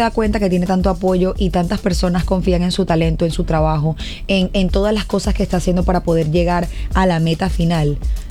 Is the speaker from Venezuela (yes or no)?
yes; Venezuela; tengo familia regada por el mundo como cualquier venezolano